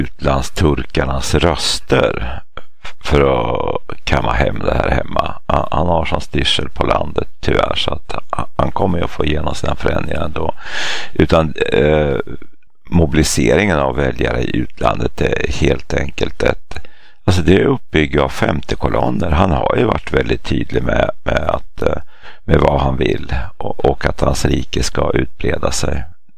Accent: Turkey; now in Sweden; oss oppositionella turkar i utlandet.

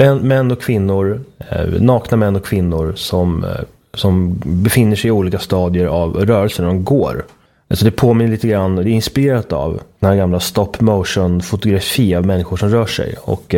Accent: Uppsala, Uppsala County, Sweden; en väldigt intressant kulturstrid från min hemstad. Min hemstad som blir svårare och svårare att känna stolthet och kärlek inför.

